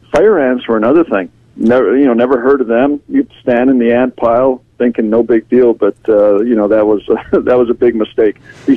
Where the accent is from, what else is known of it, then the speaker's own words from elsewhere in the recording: Canada; moved away as an adult; I'm still Canadian